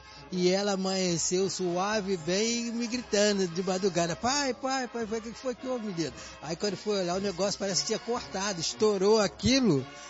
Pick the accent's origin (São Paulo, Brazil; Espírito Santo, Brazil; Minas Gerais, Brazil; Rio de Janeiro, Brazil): Rio de Janeiro, Brazil; Belford Roxo; Eu venho de Belfor Roxo